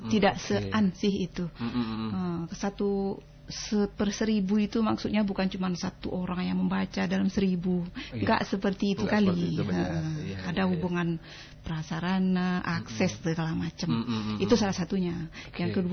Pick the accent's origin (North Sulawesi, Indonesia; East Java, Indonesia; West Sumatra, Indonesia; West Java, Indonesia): West Sumatra, Indonesia; Padang; moved away as an adult; now in Singkil, Indonesia; Umi kalau asalnya asli Umi ini orang Padang.